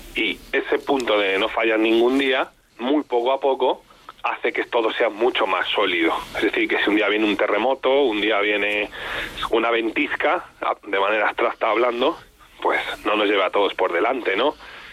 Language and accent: Spanish; Tordesillas, Castile and León, Spain; yo soy de Tordesillas. Mis padres todavía viven allí, aunque ellos son de Zamora, pero ahí es donde viven.